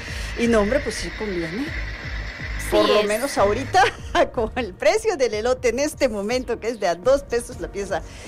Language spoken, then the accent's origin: Spanish; Tehuacán, Puebla, Mexico; aquí somos eloteros desde siempre, bueno, somos la cuna del maíz